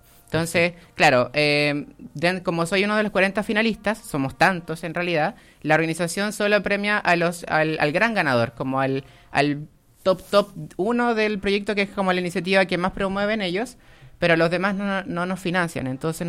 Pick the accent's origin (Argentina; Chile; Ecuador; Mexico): Chile; soy el primer chileno seleccionado por esta organización